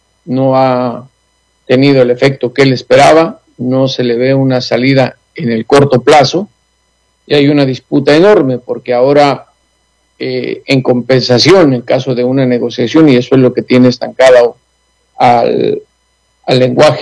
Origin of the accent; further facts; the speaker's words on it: Toluca, State of Mexico, Mexico; que soy de Toluca